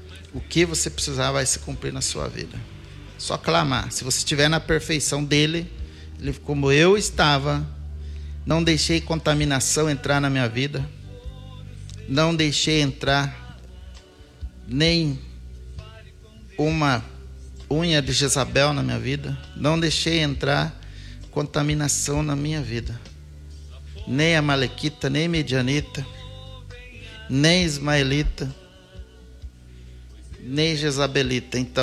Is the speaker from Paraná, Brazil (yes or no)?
yes; Ponta Grossa, Paraná, Brazil; also born or lived in Rio Grande do Sul; now in Laguna Carapã, Brazil; Eu sou um trissulense, porque eu nasci no Rio Grande do Sul, eu fui criado no Paraná, inclusive naturalizado lá, Ponta Grossa, Paraná, e hoje eu estou morando e amo esta cidade aqui, na terceira cidade, terceiro estado do Sul.